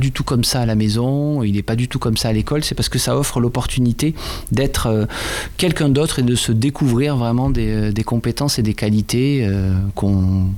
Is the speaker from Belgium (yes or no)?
no; Occitanie, France; moved away as an adult; now in Isère, France; Et je venais du sud de la France, du Gard. J'ai encore un petit bout d'accent pour celles et ceux qui ont l'oreille.